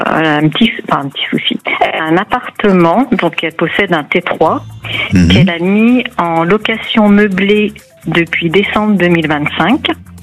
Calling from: Lyon, Auvergne-Rhône-Alpes, France; J'appelle de Lyon, exactement.

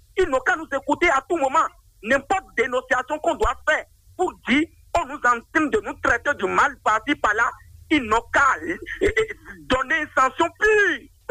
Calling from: Cotonou, Littoral, Benin; Je vous appelle depuis Didier, précisément au 6e arrondissement de Cotonou.

